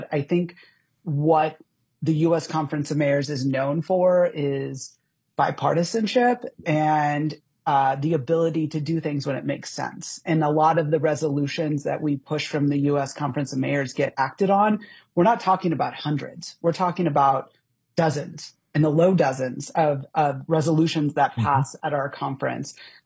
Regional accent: West Coast, United States; now in Beaverton, United States; I'm from the West Coast.

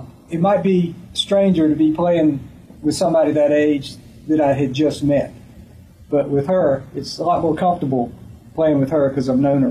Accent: Warrington, North Carolina, United States; also born or lived in Hillsboro; Worked in my hometown of Warrington for a while. Mm-hmm. Then moved to Hillsboro.

